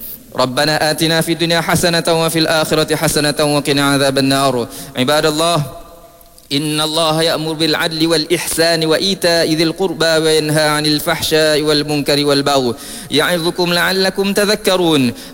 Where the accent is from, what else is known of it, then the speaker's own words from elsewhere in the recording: Penang, Malaysia; اللهم اجعل بلدنا ماليزيا خصوصا ولاية بولو بينانغ آمنا مطمئنا